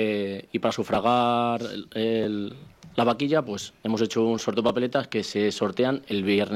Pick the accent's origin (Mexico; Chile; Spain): Spain; Ciudad Rodrigo, Castile and León; yo soy del Barrio Nuevo